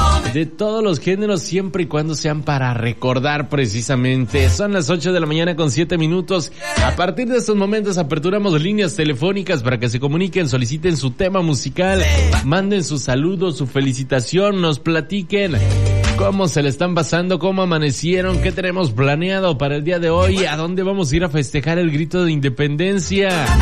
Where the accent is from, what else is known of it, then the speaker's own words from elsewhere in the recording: Mexico; lo mejor de la música que nos representa como buenos mexicanos.